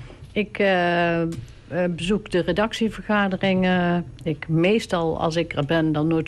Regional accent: Haps, North Brabant, Netherlands; now in Wanroij, Netherlands; Ik woon tegenwoordig in Wangrooien. Ik kom oorspronkelijk uit Haps.

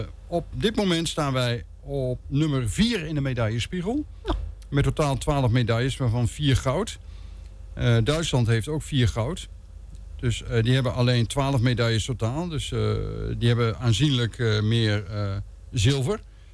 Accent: Netherlands

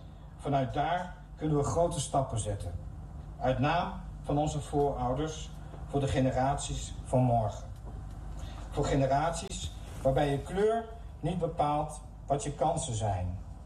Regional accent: Curaçao; Ik ben opgegroeid op Curaçao.

